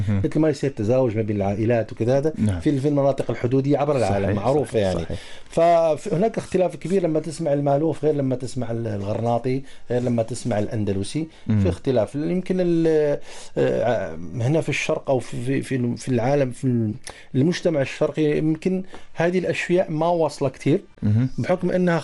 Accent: Morocco; وباقي حال الجمعيات مثلا عندنا في المغرب

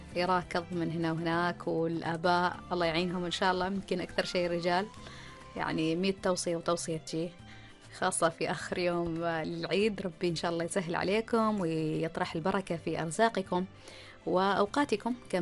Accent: Oman; عندنا في سلطنة عمان

